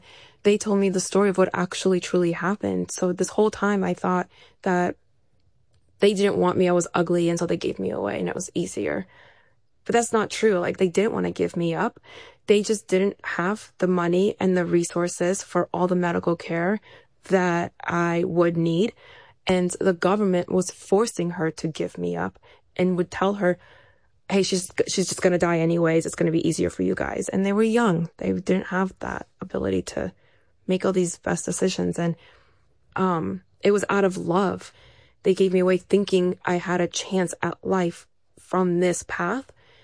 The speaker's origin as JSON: {"language": "English", "country": "Ukraine", "tie": "born or raised there", "said": "my home country, where I was from, where I have dreams of still meeting my birth family and seeing with adult eyes where I come from, where I grew up"}